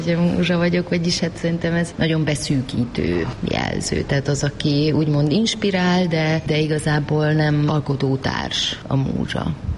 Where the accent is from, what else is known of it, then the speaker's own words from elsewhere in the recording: Târgu Mureș, Mureș County, Romania; De amúgy én is így nőttem fel, hogy már a Marosvásárhelyi lakásunk is egy úgymond átjáróház volt